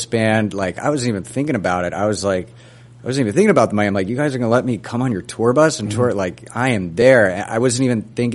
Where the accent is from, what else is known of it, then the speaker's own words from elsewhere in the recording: Florida, United States; I'm from Florida.